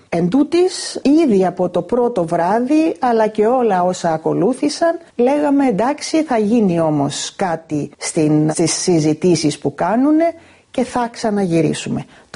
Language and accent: Greek; Famagusta, Famagusta District, Cyprus; εμείς όσοι γεννηθήκαμε στην Αμόχωστο και ζούσαμε στην Αμόχωστο, στην Κύπρο, μπορέσαμε να δούμε ξανά την πόλη μας.